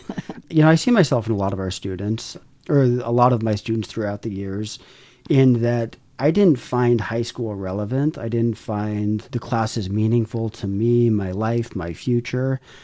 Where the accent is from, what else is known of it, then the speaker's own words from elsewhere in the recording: Spokane, Washington, United States; moved away as an adult; now in Port Townsend, United States; No, we've lived here about a decade, but before that, I was originally born and raised in Spokane.